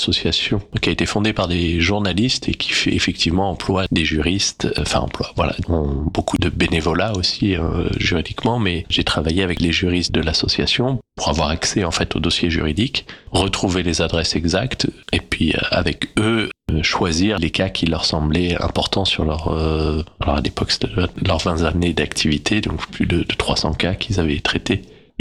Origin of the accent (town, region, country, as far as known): Île-de-France, France; born or raised there